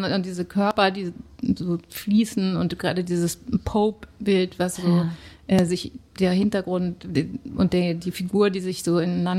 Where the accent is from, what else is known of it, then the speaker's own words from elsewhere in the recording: Mannheim, Baden-Württemberg, Germany; born there; also born or lived in Hamburg / Palatinate (Pfalz); dann sind wir in die Nähe von Mannheim gezogen. Also Baden-Württemberg dann. Und dann bin ich da in Mannheim auf die Schule gekommen.